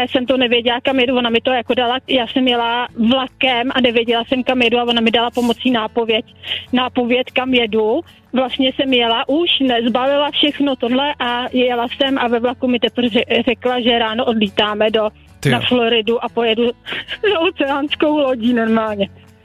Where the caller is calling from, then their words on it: Drahov, South Bohemian Region, Czechia; Drahov je u Veselí nad Lužnicí, no, kousíček. Takže my jsme z Lukov.